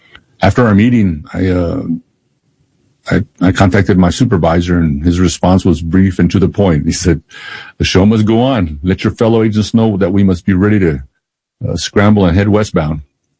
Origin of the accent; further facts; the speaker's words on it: El Paso, Texas, United States; You know, one of the greatest worries working undercover in my hometown of El Paso was being recognized by someone who knew my true identity.